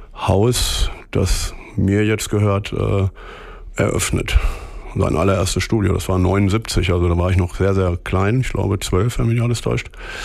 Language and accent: German; Hameln, Lower Saxony, Germany; moved away as an adult; also born or lived in Los Angeles; Und ich bin hier geboren in dieser Stadt, der kleinen Märchenstadt Hameln, Rattenfängerstadt. Und ganz normal zur Schule gegangen